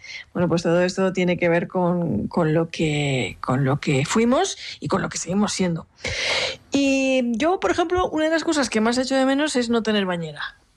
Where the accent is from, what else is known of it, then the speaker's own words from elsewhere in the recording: Alicante, Valencian Community, Spain; O sea, yo, por ejemplo, que soy del Mediterráneo, de Alicante